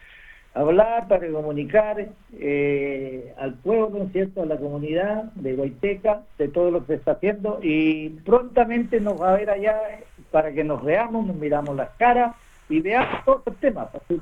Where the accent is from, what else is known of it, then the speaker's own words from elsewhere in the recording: Aysén, Chile; Yo soy oriundo de Aysén, de una familia que llegó el año 26. Mi familia está 100 años en Aysén. Yo nací en el campo. Soy la tercera generación de … … que llegó a Aysén